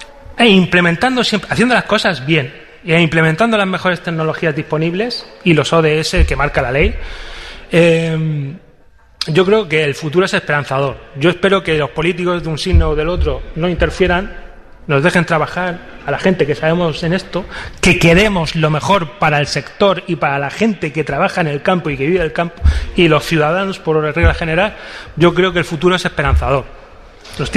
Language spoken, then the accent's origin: Spanish; Lorca, Region of Murcia, Spain; aquí, afincado en Lorca, en mi pueblo, al que le tengo mucho cariño.